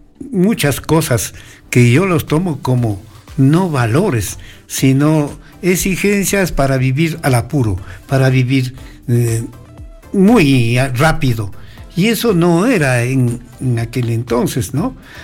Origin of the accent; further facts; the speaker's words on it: Pujilí, Cotopaxi, Ecuador; also born or lived in Quevedo, Los Ríos; De la provincia de Los Ríos, claro, ya me regresé a la provincia de Cotopaxi, de donde me precio de ser cotopaxense, y a mi tierra, Pujilí, París y Londres.